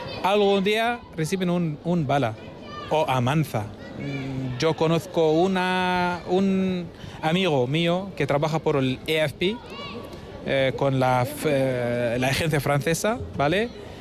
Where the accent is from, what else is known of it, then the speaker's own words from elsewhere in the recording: Ramallah, West Bank, Palestine; Spanish is a second language; moved away as an adult; now in Spain; soy de Ramallah, la ciudad muy famosa en Cisjordania